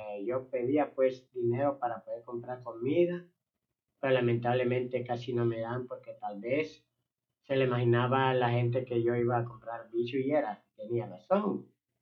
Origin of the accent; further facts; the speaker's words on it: Puerto Cortés, Cortés, Honduras; Yo soy de Puerto Cortés, allí estoy perseverando en la iglesia Príncipe de Paz, pero por el momento estoy aquí en Tegucigalpita